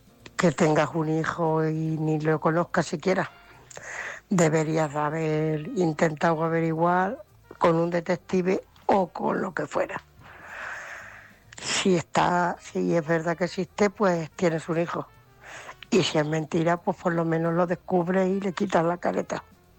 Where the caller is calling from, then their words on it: Ciudad Real, Castilla-La Mancha, Spain; de Ciudad Real. Y ya estoy por aquí de vuelta. Ya he vuelto a Ciudad Real.